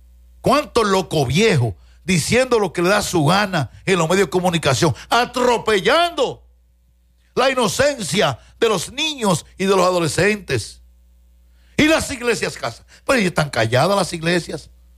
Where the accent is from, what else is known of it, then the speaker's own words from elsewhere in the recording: Dominican Republic; Yo soy dominicano, yo soy de este país. Yo no me voy de este país